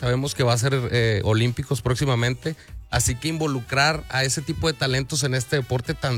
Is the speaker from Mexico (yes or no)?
yes; Tijuana, Baja California, Mexico; nosotros yo, somos de Tijuana, Baja California.